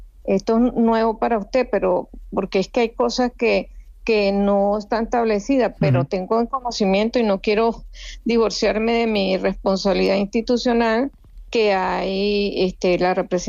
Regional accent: Venezuela; moved away as an adult; yo soy una mujer exiliada que fue criminalizada como con 5 delitos

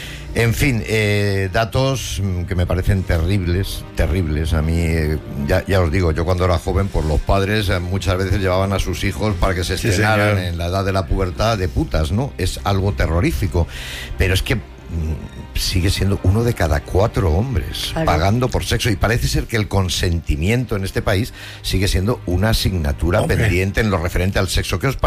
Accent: Italy; Pero yo sin, vengo de Italia, sin que disimulo, que no existe, lleno de lucecitas sorteras.

